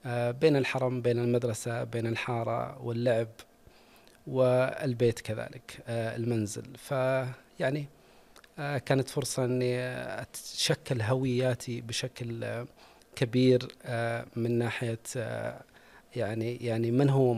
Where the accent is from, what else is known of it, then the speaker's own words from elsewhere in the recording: Mecca, Makkah Province, Saudi Arabia; من مواليد مكة المكرمة، يعني ولدت وتربيت ونشأت ودرست في مدينة مكة المكرمة، وكنت حقيقة محظوظ مثلي مثل أبناء هذه المدينة المباركة في العيش فيها والنشأة والتربية